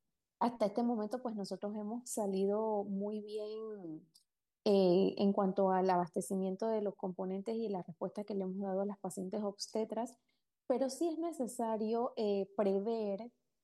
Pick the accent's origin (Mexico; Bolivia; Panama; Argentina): Panama; como panameños y como seres humanos